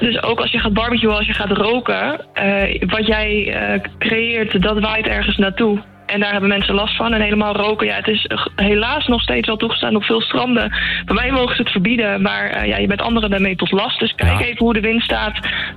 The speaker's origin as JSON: {"language": "Dutch", "town": "Wijk aan Zee", "region": "North Holland", "country": "Netherlands", "tie": "born or raised there", "lives_now": "Heemskerk, Netherlands", "said": "Dat is het strand waar ik ben opgegroeid."}